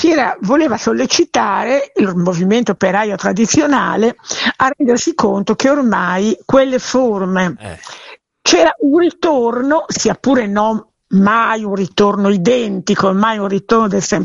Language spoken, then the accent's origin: Italian; Milan, Lombardy, Italy; essendo milanese